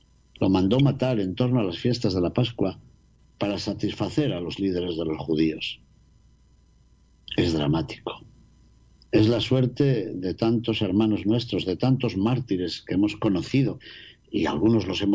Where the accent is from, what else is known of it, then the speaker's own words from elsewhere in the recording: Castile and León, Spain; las tierras de mi tierra de León